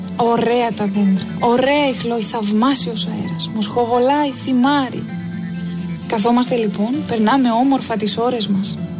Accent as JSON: {"language": "Greek", "country": "Greece"}